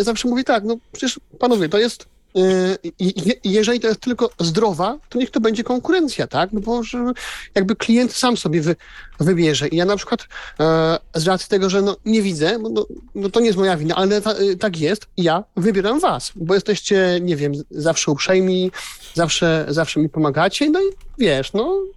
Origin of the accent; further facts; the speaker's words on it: Silesian Voivodeship, Poland; ja przeważnie jeżdżę u nas na Śląsku